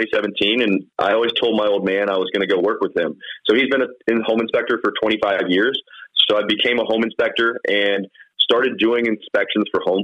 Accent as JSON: {"language": "English", "town": "Columbus", "region": "Ohio", "country": "United States", "tie": "born or raised there"}